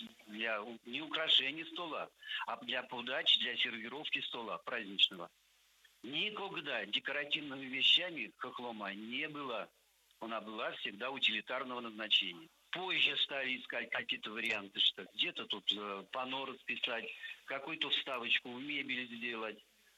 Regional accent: Nizhny Novgorod Oblast, Russia; born there; Я уже стал на уроках хохландской росписи, которые практиковались в Семинской средней школе

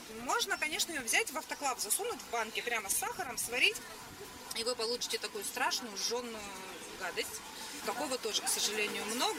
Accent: Sverdlovsk Oblast, Russia; Ну и еще ноги у этого названия растут с моей малой родины, со Свердловской области. Жители моей деревни называют сами себя бурундуки.

